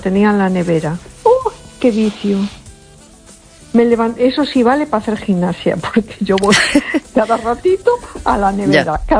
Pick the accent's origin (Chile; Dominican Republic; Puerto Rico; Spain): Spain; A Coruña, Galicia; Hola, buenas noches … de Coruña.